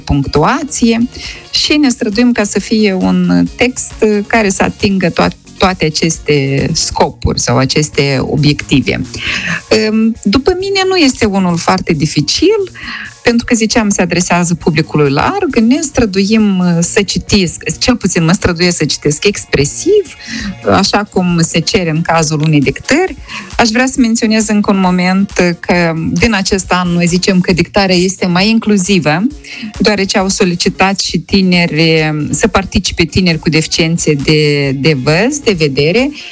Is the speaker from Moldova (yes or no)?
yes; Moldova; first language Romanian; pentru noi, cei din Republica Moldova, care am luptat pentru a reveni la alfabet latin, am luptat pentru a ne redobândi dreptul de a denumi corect, științific, limba maternă pe care o vorbim, limba română